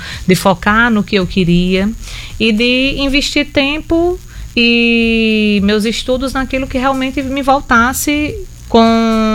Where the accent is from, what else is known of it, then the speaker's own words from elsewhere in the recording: São Paulo, Brazil; born there; moved away; eu nasci em São Paulo, eu e minha irmã.